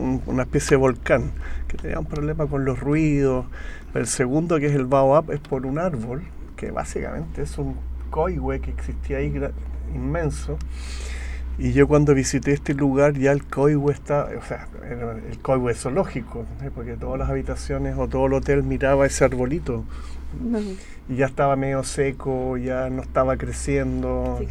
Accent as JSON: {"language": "Spanish", "town": "Viña del Mar", "region": "Valparaíso", "country": "Chile", "tie": "born or raised there", "said": "yo crecí en Viña del Mar con un jardín"}